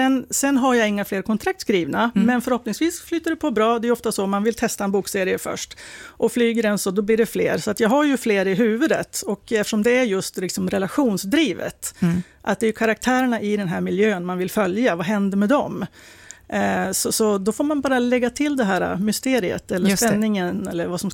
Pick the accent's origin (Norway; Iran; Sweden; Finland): Sweden; Umeå, Västerbotten County; now in Stockholm, Sweden; jag är ursprungligen från Umeå, bott i Stockholm i många, många år. Men varit här som sagt, eller i Sankt Anna skärgård och Söderköping varje sommar i flera omgångar.